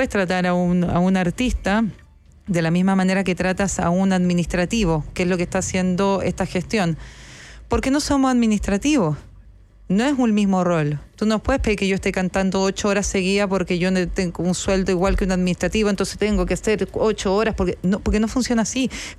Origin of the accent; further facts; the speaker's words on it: Chile; quizás yo pienso así porque soy chilena y acá no pa